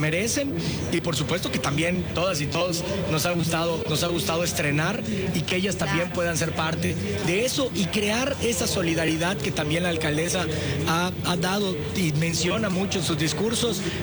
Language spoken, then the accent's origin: Spanish; Mérida, Yucatán, Mexico; born there; saber de quienes somos yucatecos y meridanos de nacimiento.